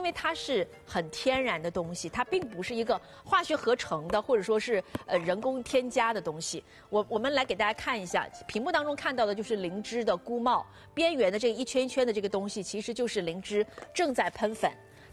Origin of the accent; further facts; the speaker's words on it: China; 我们中国人其实是非常看重亲情的